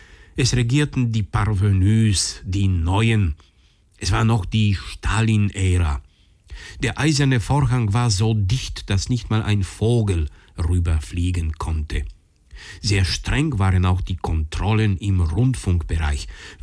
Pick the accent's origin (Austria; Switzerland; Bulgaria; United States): Bulgaria; Sofia, Sofia City; Meine erste Begegnung mit ihr, leider nur akustisch, war in meiner Geburtsstadt Sofia. Es war Ende der 40er Jahre. Ich war in der Grundschule.